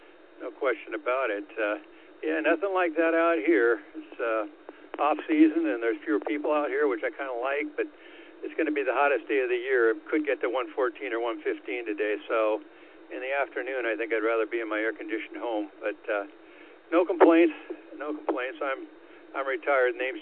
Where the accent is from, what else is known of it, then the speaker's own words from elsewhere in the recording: Pacific Northwest, United States; moved away; I grew up in the Northwest. I have no problem with the rain